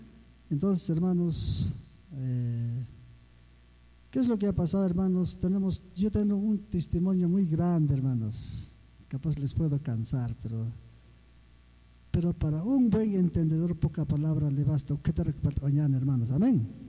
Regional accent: Mazocruz, Puno, Peru; Yo soy de Mazocruz. Yo soy

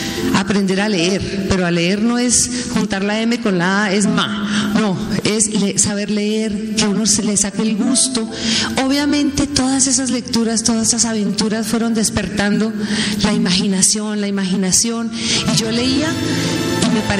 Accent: Bogotá, Colombia; born there; also born or lived in Medellín, Colombia; Mi papá era de Río Negro, Antioquia, y mi mamá de Medellín. Yo nací en Medellín y de muy pequeña nos fuimos a vivir a Bogotá. Vengo de una familia de 9 hermanos.

